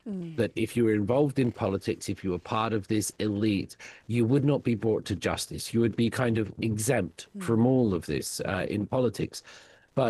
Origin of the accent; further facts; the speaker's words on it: United Kingdom; I am from Britain